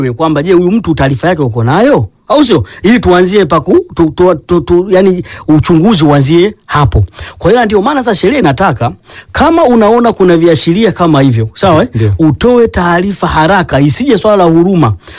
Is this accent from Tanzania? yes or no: yes; Lindi, Tanzania; Mimi nimetoka zangu bana Lindi, lakini nimekuja hapa, mimi sina ndugu.